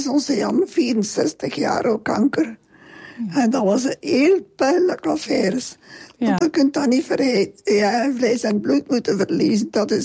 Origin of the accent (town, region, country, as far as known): Halmaal, Flanders, Belgium